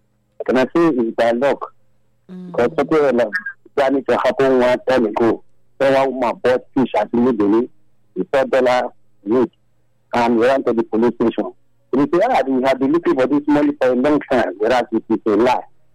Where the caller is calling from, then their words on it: Ikwe, Nigeria; I'm coming from Ikwe.